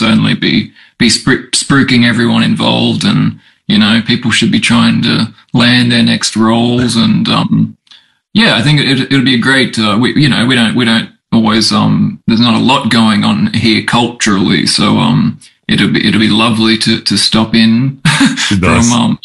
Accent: Brisbane, Queensland, Australia

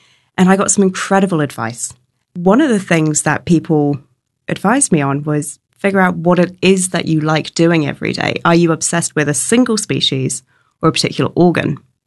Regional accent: New Zealand; I grew up in New Zealand in Aotearoa

